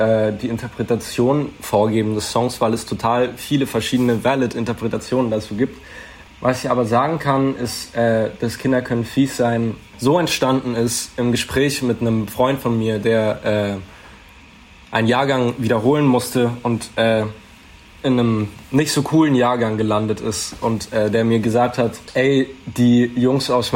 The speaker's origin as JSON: {"language": "German", "town": "Wittenberg", "region": "Saxony-Anhalt", "country": "Germany", "tie": "born or raised there", "said": "also ich habe Wittenberg als Heimatort."}